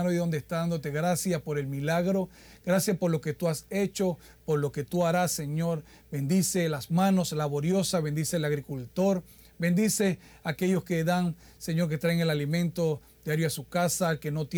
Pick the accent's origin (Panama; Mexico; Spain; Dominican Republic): Panama